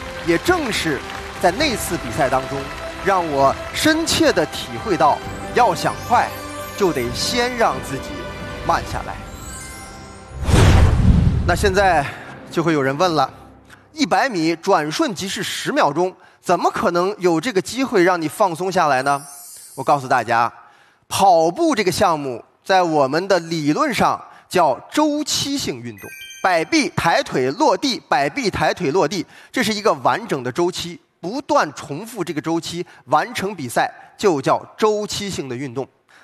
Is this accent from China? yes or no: yes; China